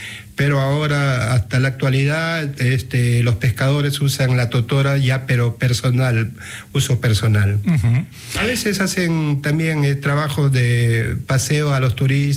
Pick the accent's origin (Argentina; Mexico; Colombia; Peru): Peru; Trujillo, La Libertad; Bueno, yo vengo de la ciudad de Trujillo, prácticamente la tercera ciudad del país del Perú, y de ahí, justamente a 15 kilómetros, hay una playa de pescadores que se llama Huanchaco, y yo vivo ahí, mi familia, mis padres.